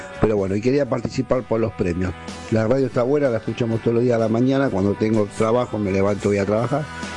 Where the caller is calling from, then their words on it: La Tablada, Buenos Aires Province, Argentina; soy de La Tablada.